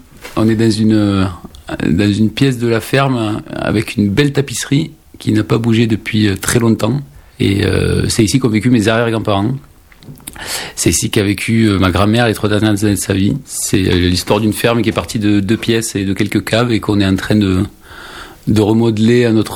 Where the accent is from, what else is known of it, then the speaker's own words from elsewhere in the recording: Labastide-Rouairoux, Occitanie, France; moved away as an adult; j'ai grandi à Lavastide-Rouairoux, donc tout petit village du bout du Tarn. Je crois que c'est un village de 1000-1200 habitants à l'époque. Et je suis né dans une famille d'ouvriers, famille simple, plutôt pas très voyageuse, très famille.